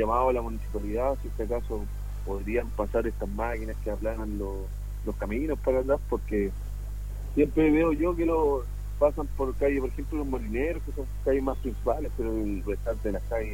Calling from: Santiago Metropolitan, Chile; De acá, de los huertos familiares.

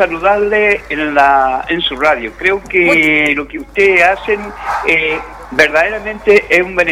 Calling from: Coronel, Biobío, Chile

